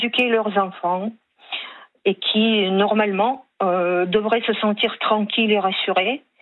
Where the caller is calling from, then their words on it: Lyon, Auvergne-Rhône-Alpes, France; J'habite à Lyon